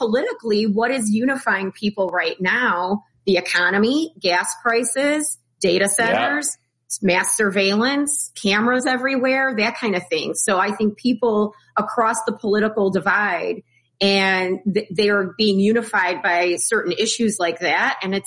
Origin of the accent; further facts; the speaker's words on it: Chicago, Illinois, United States; And the part of the city where I grew up, it's very central. They call it the South Side. I grew up really close to Comiskey Park